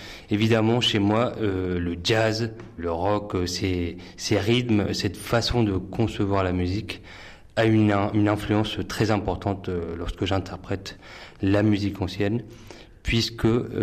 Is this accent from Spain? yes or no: yes; Spain; Donc j'ai commencé bien évidemment, comme vous l'avez dit, par le folklore dans ma ville natale en Espagne.